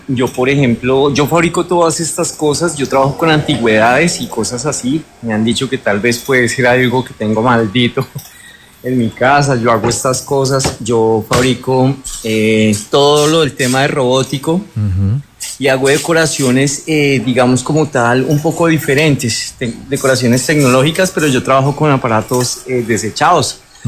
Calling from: Neiva, Huila, Colombia; No, yo estoy en Neiva

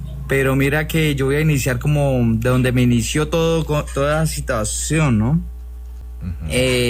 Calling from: Pitalito, Huila, Colombia; de por acá, Pitalito Huila.

